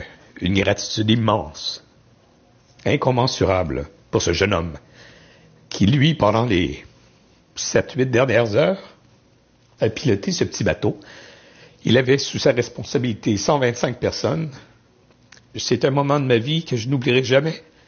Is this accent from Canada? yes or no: yes; Canada; on avait organisé des vols à partir du Chili pour retourner chez nous, au Canada.